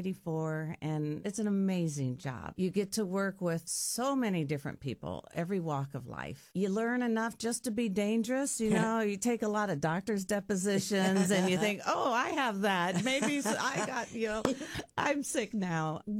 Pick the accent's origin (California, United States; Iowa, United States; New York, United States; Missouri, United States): Iowa, United States; Des Moines; Born and raised in Des Moines.